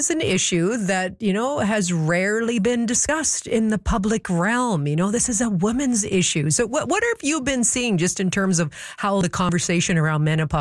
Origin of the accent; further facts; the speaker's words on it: Prince Rupert, British Columbia, Canada; I mean, I grew up in Prince Rupert. It never got light in the wintertime in Prince Rupert.